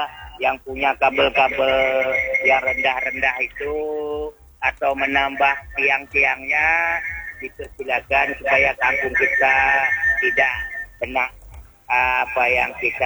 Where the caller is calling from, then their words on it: Tanjung Pinang, Riau Islands, Indonesia; Tertimpa di kampung kami ataupun daerah Kota Tanjung Pinang ini.